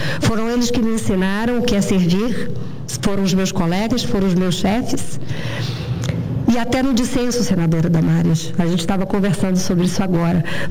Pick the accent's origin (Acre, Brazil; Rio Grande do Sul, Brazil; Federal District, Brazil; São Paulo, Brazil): Federal District, Brazil; Brasília; porque eu sou de Brasília, eu nasci de Brasília e eu vivo em Brasília. Vivi praticamente a minha vida toda pública aqui em Brasília.